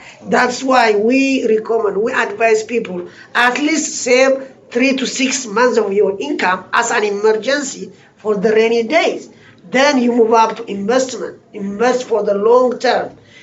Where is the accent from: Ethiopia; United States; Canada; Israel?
Ethiopia; moved away; Right now, I'm from the Ethiopian community, right?